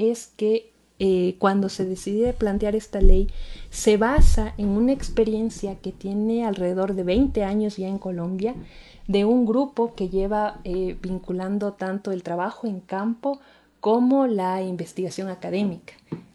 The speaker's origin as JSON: {"language": "Spanish", "country": "Ecuador", "said": "pero creo que como docentes ecuatorianos o bueno, cualquier docente en el mundo"}